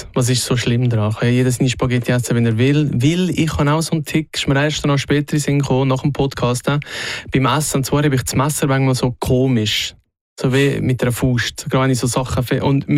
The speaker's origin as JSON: {"language": "German", "region": "Glarus", "country": "Switzerland", "tie": "born or raised there", "said": "Ich würde sagen, recht normal. Ländlich aufgewachsen im Glarnerland. Das war sicher sehr prägend gewesen."}